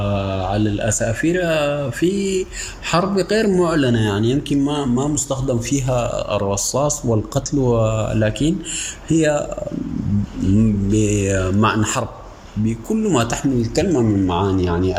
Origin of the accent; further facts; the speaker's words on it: Sudan; ونحن كدولة سودانية